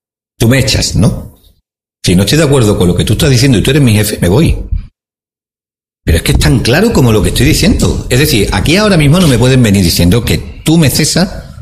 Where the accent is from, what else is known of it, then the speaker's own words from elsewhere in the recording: Spain; Yo soy español